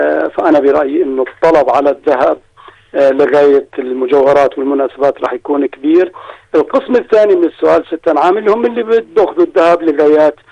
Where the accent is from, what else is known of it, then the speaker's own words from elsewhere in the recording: Jordan; بلدنا الأردن